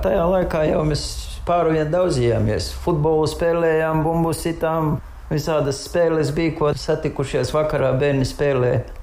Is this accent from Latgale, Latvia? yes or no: yes; Rimicāni, Latgale, Latvia; Es no Rimicāniem nāku. Tepat Preiļu novadā. Mājās bija arī lopi, bija sienas jāgatavo, jārave.